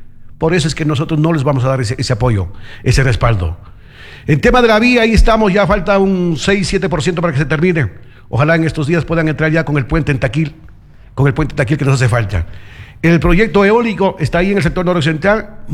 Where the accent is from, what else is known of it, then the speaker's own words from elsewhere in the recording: Chuquiribamba, Loja, Ecuador; yo soy de Chuquiribamba